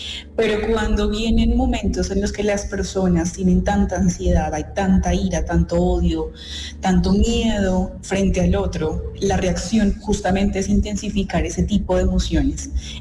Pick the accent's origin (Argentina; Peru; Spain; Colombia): Colombia; somos de Colombias distintas, de momentos históricos distintos, de realidades sociales diferentes